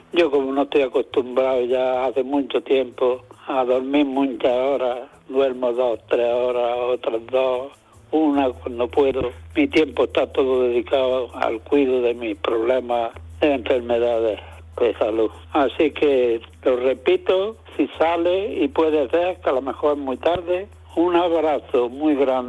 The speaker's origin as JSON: {"language": "Spanish", "town": "Almuñécar", "region": "Andalusia", "country": "Spain", "said": "Ah, Manolo … de Almuñécar."}